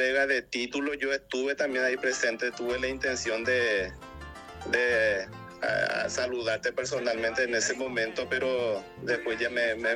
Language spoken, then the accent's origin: Spanish; Arroyito, Concepción, Paraguay; now in Concepción, Paraguay; concesionero de Arroyito soy